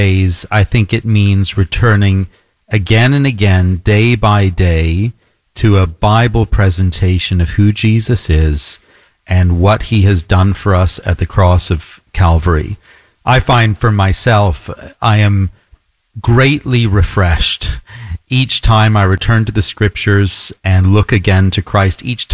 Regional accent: Toronto, Ontario, Canada; moved away; also born or lived in London; When I was a kid growing up in Toronto

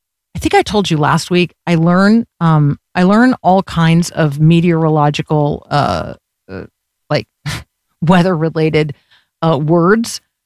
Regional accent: Tampa, Florida, United States; I grew up in Florida, and every single day these cumulonimbus clouds would grow in volume over the course of the day.

